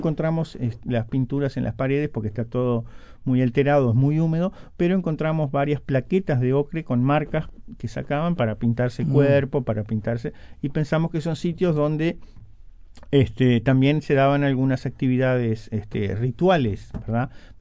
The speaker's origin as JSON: {"language": "Spanish", "region": "Rivera", "country": "Uruguay", "said": "yo estudiaba escribanía, sos de Rivera, vine a estudiar escribanía"}